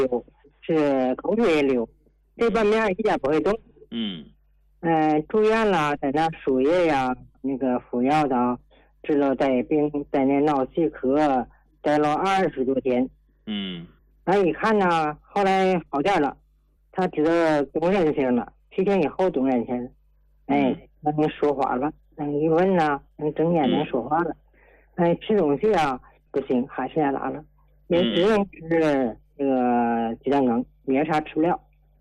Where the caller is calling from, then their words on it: Tianjin, China; 我家是天津临河。